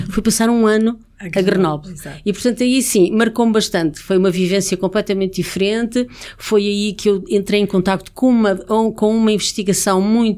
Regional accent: Pombal, Centro, Portugal; moved away; minha terra, que sou de Pombal

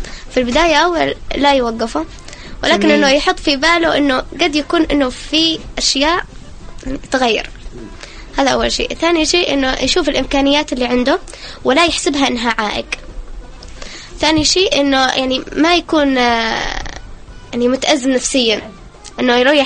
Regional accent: Yemen; احنا الفريق الوحيد من اليمن

